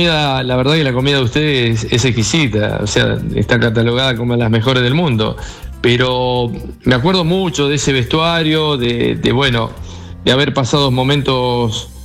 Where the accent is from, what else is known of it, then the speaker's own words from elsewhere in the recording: Argentina; moved away; Yo soy argentino